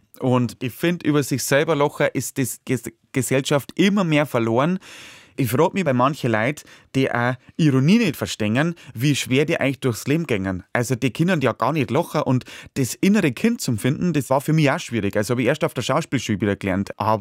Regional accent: Bavaria, Germany; im Bayerischen Wald, wo ich herkomme

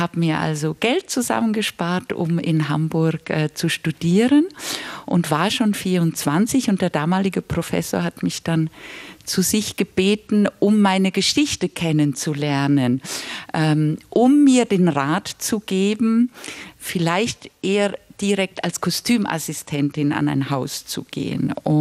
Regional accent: Switzerland; ich bin dann in der Schweiz geboren, aber trotzdem in so einem Schmelztiegel aufgewachsen zwischen einer Kultur aus Prag mit wahnsinnig viel Theater und Kultur

